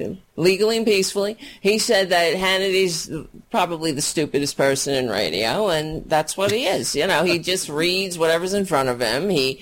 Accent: New York City, New York, United States; Well, I grew up in New York. Okay, so yes, because I grew up on Staten Island.

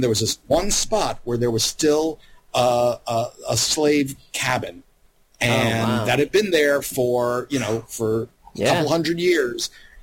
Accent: Louisiana, United States; I'm like, I grew up mostly in Louisiana.

